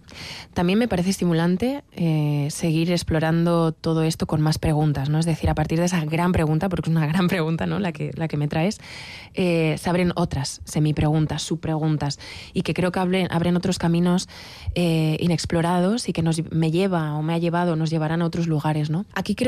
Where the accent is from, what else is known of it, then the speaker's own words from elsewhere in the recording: Aguilar de Campoo, Castile and León, Spain; acercarme a mi pueblo